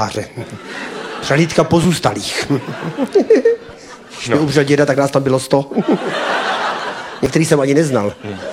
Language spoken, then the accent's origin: Czech; Osek, Ústí nad Labem Region, Czechia; U nás v Oseku, já jsem z Oseka